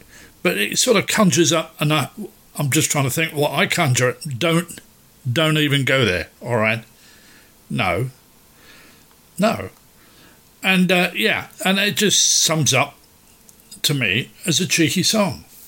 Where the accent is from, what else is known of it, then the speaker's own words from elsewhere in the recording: England, United Kingdom; mostly English, then I would say debuted. But if you're bearing in mind I am half Australian